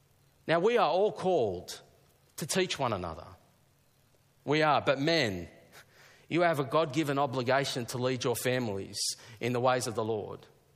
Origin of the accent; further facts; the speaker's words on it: Thirroul, New South Wales, Australia; There's this little shop down south where I grew up in Thirroul called Buck Hamblin.